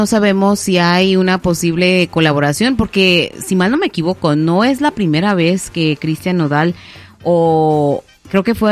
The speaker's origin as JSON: {"language": "Spanish", "town": "Guadalajara", "region": "Jalisco", "country": "Mexico", "said": "se presentó en mi tierra querida, en Guadalajara."}